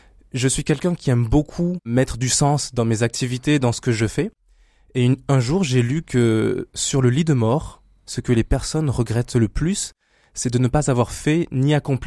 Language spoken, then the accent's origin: French; French Polynesia; Je viens de Tahiti, de la Polynésie française, j'ai 29 ans, je suis marié et j'ai un enfant qui a 7 mois.